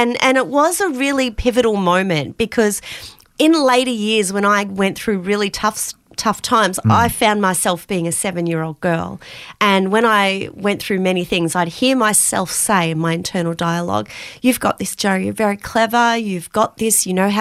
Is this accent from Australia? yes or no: yes; Romsey, Victoria, Australia; also born or lived in Melbourne; And I grew up in Romsey, which is about an hour out of Melbourne in rural. It was beautiful. And then I went to high school. We came back to Melbourne.